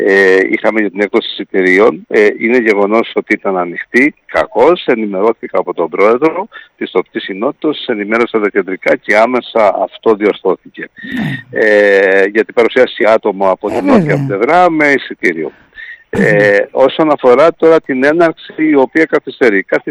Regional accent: Imbros, Crete, Greece; στο χωριό μου στην Ήμβρο

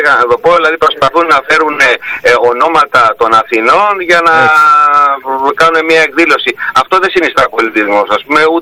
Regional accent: Ionian Islands, Greece; σαν Επτανήσιος

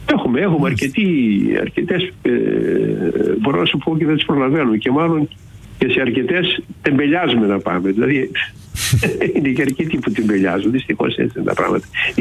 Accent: Serres, Central Macedonia, Greece

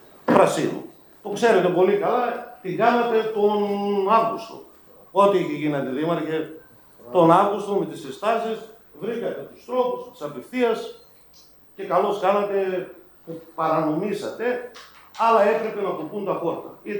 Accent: Mitrousi, Central Macedonia, Greece

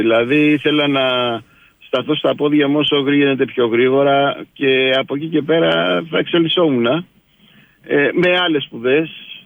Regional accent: Greece

